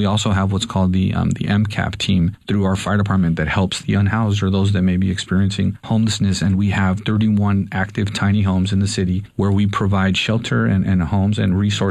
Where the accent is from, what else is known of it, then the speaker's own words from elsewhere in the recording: Los Angeles, California, United States; growing up in the Pico Union area